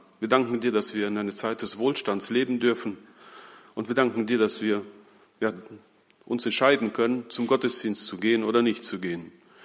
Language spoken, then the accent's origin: German; Bünde, North Rhine-Westphalia, Germany; ich komme aus Bünde